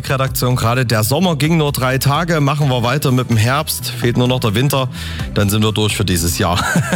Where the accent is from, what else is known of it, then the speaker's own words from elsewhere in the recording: Saxony, Germany; born there; …, das müsste dir doch als gebürtiger Sachse auch gefallen. Ja, tut es, schmeckt auch.